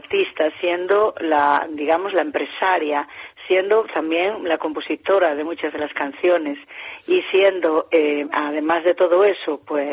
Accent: Galicia, Spain; also born or lived in Porto, Portugal; aunque yo nací en Porto, pero vine muy niña para Galicia, adapté una forma de cantar muy luso-galaica

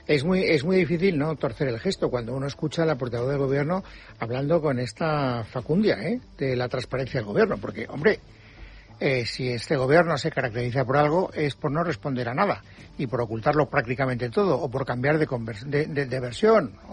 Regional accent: Valencian Community, Spain; Soy valenciano.

